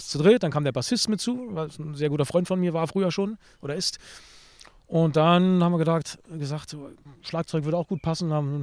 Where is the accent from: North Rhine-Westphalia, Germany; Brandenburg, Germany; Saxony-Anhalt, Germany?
Brandenburg, Germany; Eberswalde; Ich komme aus Eberswalde.